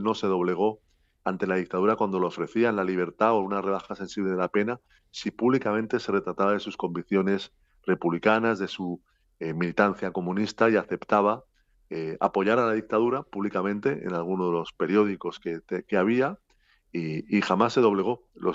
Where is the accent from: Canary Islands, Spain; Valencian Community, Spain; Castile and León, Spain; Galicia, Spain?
Valencian Community, Spain; Novelda; en Novela en mi pueblo